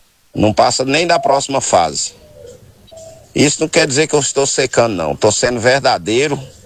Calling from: Brazil; Eu, como um bom brasileiro, verdadeiro que sou

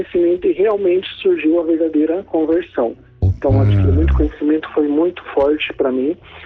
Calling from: Ponta Grossa, Paraná, Brazil; Eu falo da cidade de Ponta Grossa, no Paraná.

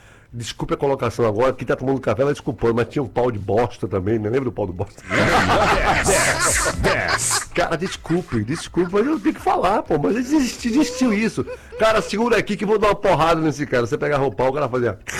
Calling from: Salvador, Bahia, Brazil; Ó, de onde você fala? Eu falo de Salvador, Bahia, cara.

